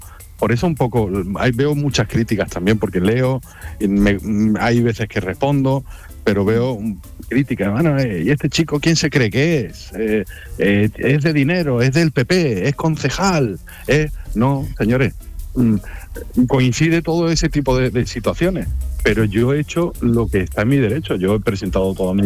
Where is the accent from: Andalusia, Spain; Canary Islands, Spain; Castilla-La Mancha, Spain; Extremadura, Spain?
Andalusia, Spain; Benahavís; born there; quiero estar en mi pueblo